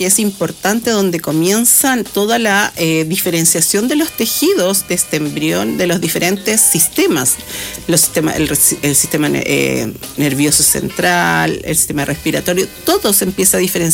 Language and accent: Spanish; Chile; nosotros como chilenos